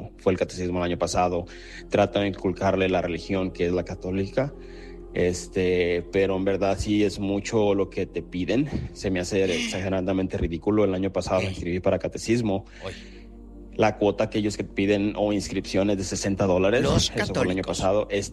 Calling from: Sacramento, California, United States; Desde Sacramento

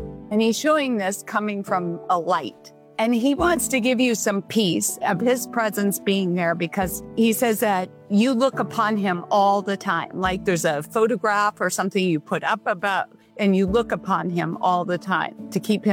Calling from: southern France, France; Yes, Southern France.

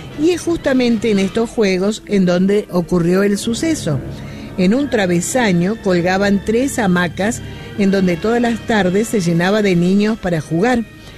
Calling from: Córdoba, Argentina; Soy de Córdoba Capital, barrio Villa Libertador, y trabajo hasta las 6.

